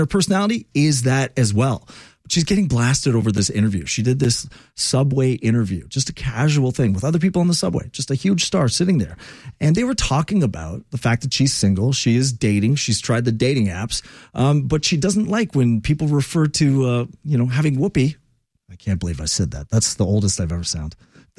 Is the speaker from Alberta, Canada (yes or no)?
no; Montreal, Quebec, Canada; growing up in Montreal, you have to not like the Toronto Maple Leafs.